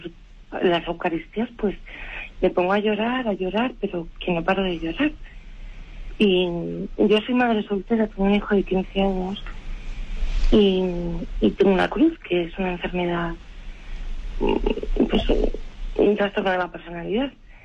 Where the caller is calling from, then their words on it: Madrid, Community of Madrid, Spain; de Madrid.